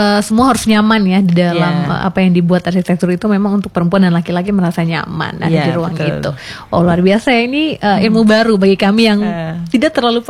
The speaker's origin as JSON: {"language": "Indonesian", "area": "Sumba", "region": "East Nusa Tenggara", "country": "Indonesia", "said": "kita sebagai orang Sumba"}